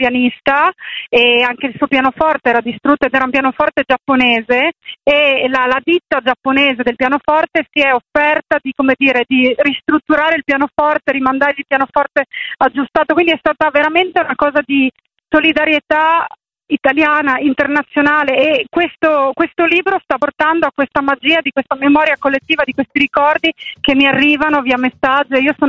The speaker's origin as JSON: {"language": "Italian", "town": "Gemona del Friuli", "region": "Friuli-Venezia Giulia", "country": "Italy", "tie": "born or raised there", "said": "io sono originaria di Gemona del Friuli"}